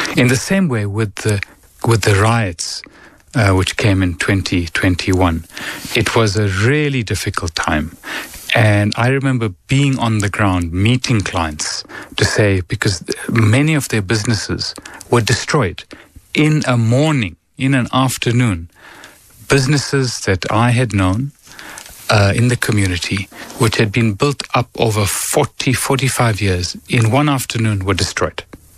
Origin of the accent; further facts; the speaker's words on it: South Africa; being a South African businessman or a South African leader, leadership is difficult generally.